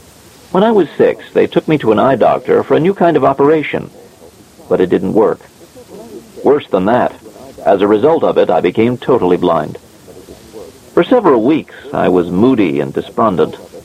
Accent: Iowa, United States; In 1960, Dr. Kenneth Jernigan established a library for the blind in Iowa, my home state.

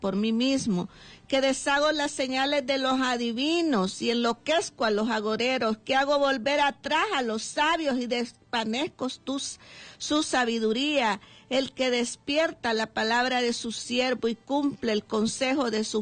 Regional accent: Honduras; nuestra nación de Honduras

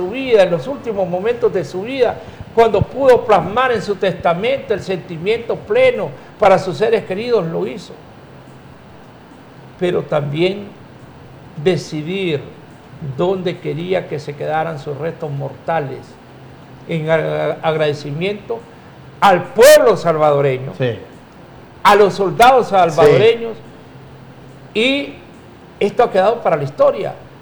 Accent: Honduras

